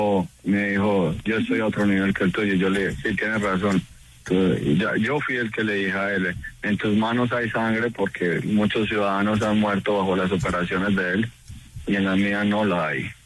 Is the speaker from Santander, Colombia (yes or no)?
no; El Carmen de Viboral, Antioquia, Colombia; moved away; Pero yo soy del Carmen de Oral, Antioquia. soy teniente oficial retirado de la Armada